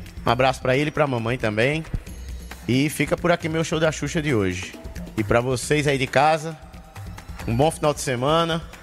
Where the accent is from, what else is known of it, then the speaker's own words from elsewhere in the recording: Rio Grande do Sul, Brazil; now in Campina Grande, Brazil; Eu nem sou suspeito porque eu não sou nascido aqui, eu sou adotado. Eu vim do Rio Grande do Sul, fui adotado por Campina Grande.